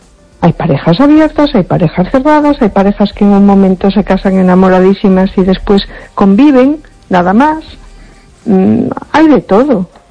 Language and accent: Spanish; A Coruña, Galicia, Spain; Hola, buenas noches. … de Coruña.